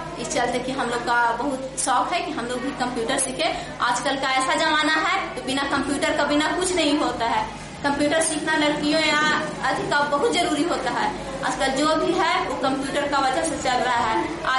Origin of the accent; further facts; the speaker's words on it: Deo, Bihar, India; मैं देव की रहने वाली हूँ, मैं यहाँ की गर्ल हूँ